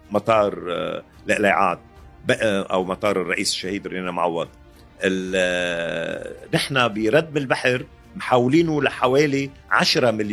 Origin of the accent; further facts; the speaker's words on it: Tripoli, North Governorate, Lebanon; عم ننادي لمشاريع في لبنان من طرابلس. بالوقت نفسه طبيعي أنه نحن ننطلق من هون كأولاد هالمنطقة